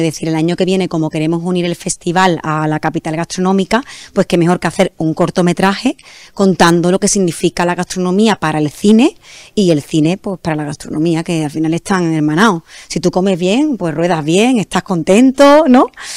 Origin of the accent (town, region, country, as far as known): Jerez de la Frontera, Andalusia, Spain